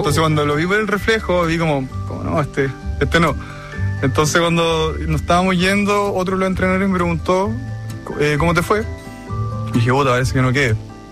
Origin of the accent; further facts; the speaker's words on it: Temuco, Araucanía, Chile; Tengo 35 años, yo nací en Temuco. Toda mi infancia la vida ya bastante normal.